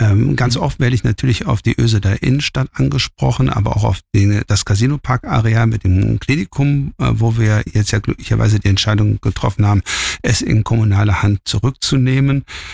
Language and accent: German; Cologne, North Rhine-Westphalia, Germany; born there; now in Georgsmarienhütte, Germany; Ja, ich bin 53 Jahre alt, komme gebürtig aus Köln, bin verheiratet, Vater von drei Kindern, lebe jetzt seit 2021 in Gemhütte